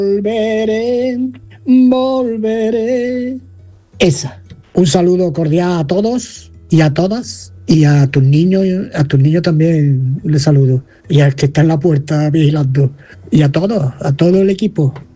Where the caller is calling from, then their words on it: Córdoba, Andalusia, Spain; de Córdoba.